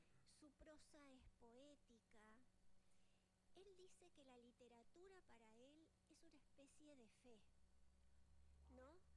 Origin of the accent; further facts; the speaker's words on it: Neuquén, Argentina; yo soy neuquina